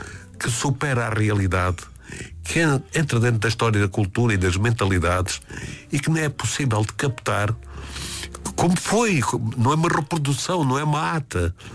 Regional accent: Lisbon, Portugal; also born or lived in Moura; E Lisboa é o meu útero, é o útero onde eu cresci.

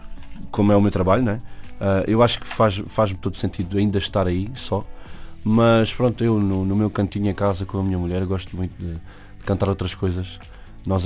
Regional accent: Portugal; o grupo de amigos a que eu pertencia lá da minha aldeia, da Boa Vista

